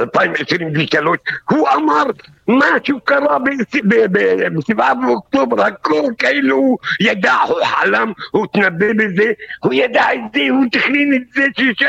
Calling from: Gaza Strip, Palestine

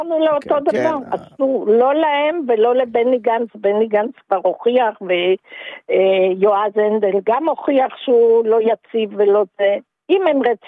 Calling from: Sharon plain, Israel; בשרון, אני מהשרון

